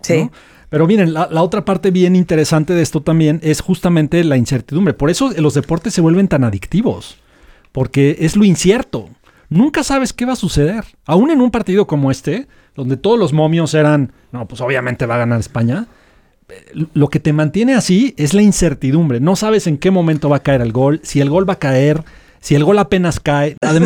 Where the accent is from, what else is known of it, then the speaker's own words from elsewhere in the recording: Mexico; Los mexicanos somos y los latinos en general